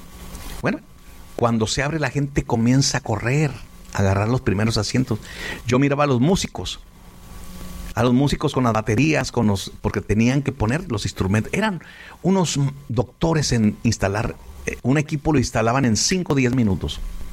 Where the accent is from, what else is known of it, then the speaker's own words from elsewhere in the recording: Ciudad Juárez, Chihuahua, Mexico; Nos morimos en la raya. Entonces, más de Juárez, que estamos acostumbrados.